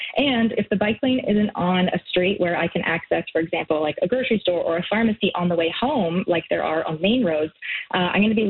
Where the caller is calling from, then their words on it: Toronto, Ontario, Canada; I live in the East End